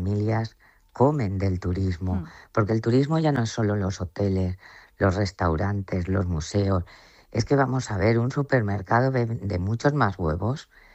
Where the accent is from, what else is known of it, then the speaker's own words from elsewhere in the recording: Valencian Community, Spain; el 80% somos valencianos y valencianas